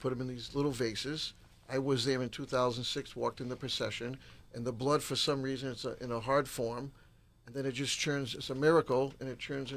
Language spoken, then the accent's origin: English; Florida, United States; I love Florida. I grew up in Florida. That's where our family brought San Gennaro Feast in the 70s, my uncle, to North Miami Beach.